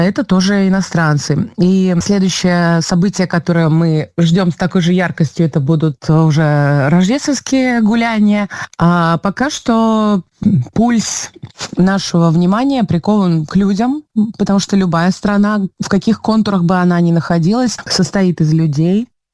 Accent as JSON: {"language": "Russian", "country": "Belarus", "lives_now": "London, United Kingdom", "said": "Ну, мы, белорусы, заложили капсулу времени, в которую сложили артефакты уже нашей современности."}